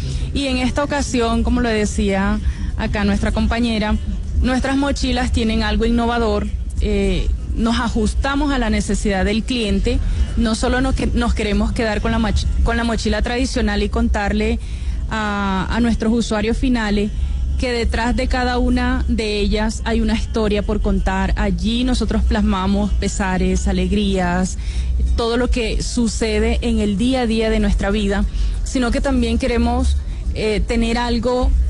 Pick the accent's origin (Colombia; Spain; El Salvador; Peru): Colombia; first language Arhuaco; Spanish is a second language; Los estoy saludando en mi lengua nativa y les estoy diciendo que mi nombre en arhuaco es